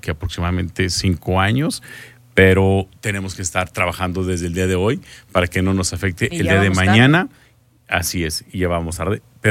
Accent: Mexico; nosotros como mexicanos

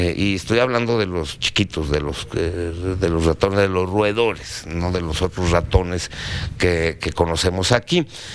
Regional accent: Mexico; Somos los mestizos que somos, hablamos castellano, gran parte de los mexicanos profesan la religión católica y otros muchos religiones cristianas.

